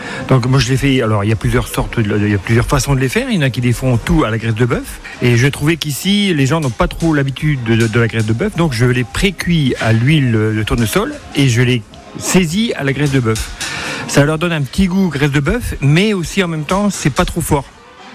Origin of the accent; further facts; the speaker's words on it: Hauts-de-France, France; moved away as an adult; now in Lure, France; je suis ch'ti.